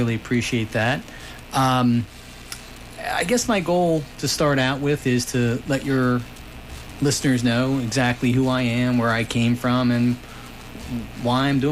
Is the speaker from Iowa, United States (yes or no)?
no; Hopewell Township, New Jersey, United States; so I grew up in Hopewell, as you mentioned. I went to Hopewell Township, elementary school, graduated Cumberland Regional, went to Rowan